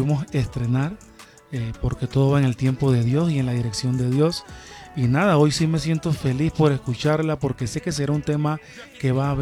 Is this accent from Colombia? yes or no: no; Panama; La neverita, le decimos en mi país también.